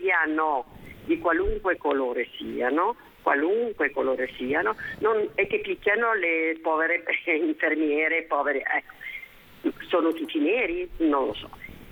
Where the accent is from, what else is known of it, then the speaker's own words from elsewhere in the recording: Genoa, Liguria, Italy; Ma non noi perché siamo bianchi e siamo di Genova e siamo